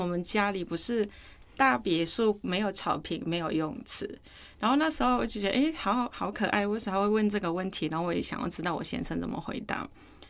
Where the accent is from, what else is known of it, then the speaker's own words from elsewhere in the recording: Northern Thailand, Thailand; Chinese is a second language; now in Taiwan; 我说我是泰国人啊，是泰国北部。